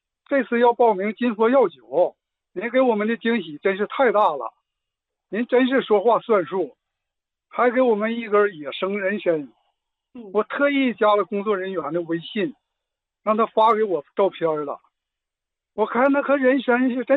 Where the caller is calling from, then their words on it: Jilin, China; 我对人参也了解一点，因为我是吉林的人。